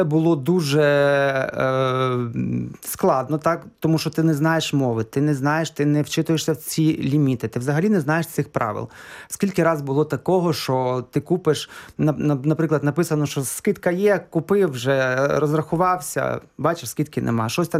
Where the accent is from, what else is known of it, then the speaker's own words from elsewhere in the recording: Chop, Zakarpattia Oblast, Ukraine; Я родом з Чопа, це Закарпатська область.